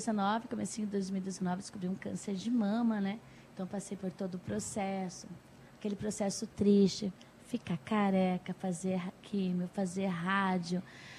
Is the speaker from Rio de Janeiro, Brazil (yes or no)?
no; Joinville, Santa Catarina, Brazil; Sou também, sou joinvilense raiz.